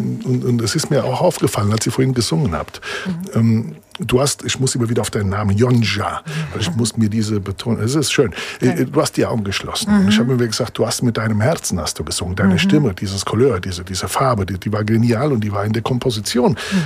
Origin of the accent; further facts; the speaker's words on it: Germany; born there; German is a second language; also born or lived in Italy; ich bin seit 1969 in Deutschland, bin zwar in Italien geboren, habe auch hier mein Abi machen dürfen, aber ich habe immer noch Schwierigkeiten mit der deutschen Sprache.